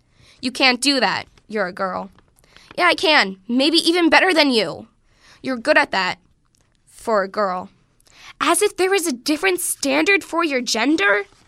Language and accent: English; Greenfield, Pennsylvania, United States; I'm from Greenfield.